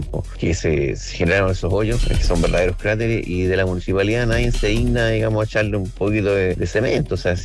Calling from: Curicó, Maule, Chile; Les hablo desde Curicó.

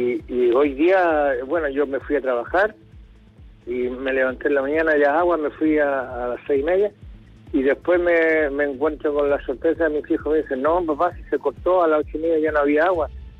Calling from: La Serena, Coquimbo, Chile; Desde el sector de las compañías altas aquí en La Serena.

